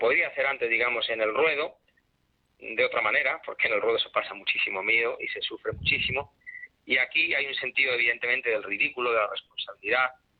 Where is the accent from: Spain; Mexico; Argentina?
Spain; Castile; vea que soy un tipo castellano, soy un tipo serio